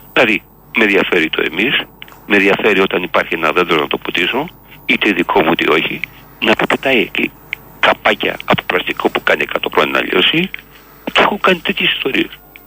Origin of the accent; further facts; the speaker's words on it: Kaisariani, Attica, Greece; born there; Εγώ γεννήθηκα στην Κεσαριανή, ο πατέρας Μικρά Ασία